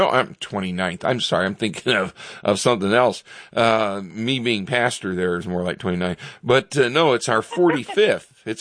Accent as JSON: {"language": "English", "town": "Richfield", "country": "United States", "tie": "born or raised there", "said": "And so when I left the Air Force, I came back to the States, back to my hometown in Richfield"}